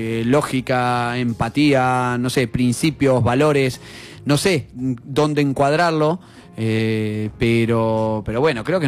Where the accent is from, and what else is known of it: Argentina